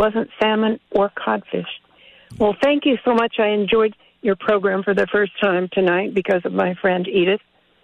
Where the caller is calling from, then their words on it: Grand Rapids, Michigan, United States; from Grand Rapids.